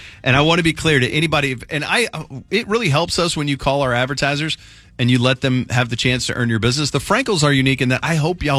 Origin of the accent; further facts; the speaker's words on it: Richardson, Texas, United States; We grew up together in Richardson.